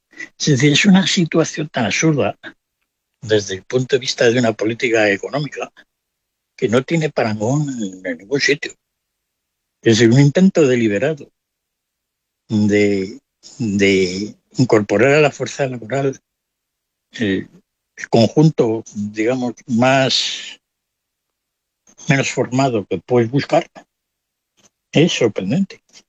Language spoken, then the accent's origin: Spanish; Spain; todo el desastre que ya somos expertos los españoles mundiales